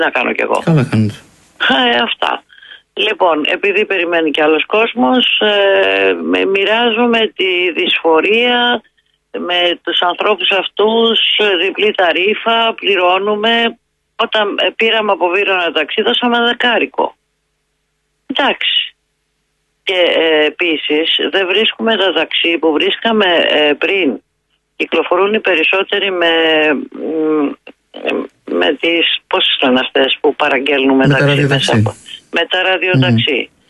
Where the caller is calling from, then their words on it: Vyronas, Attica, Greece